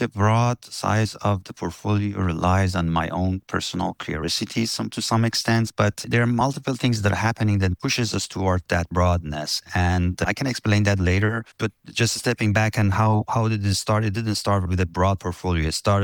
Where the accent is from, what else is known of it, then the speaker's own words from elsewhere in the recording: Tehran, Tehran Province, Iran; I was born and raised in Tehran, one of the most polluted cities in the world.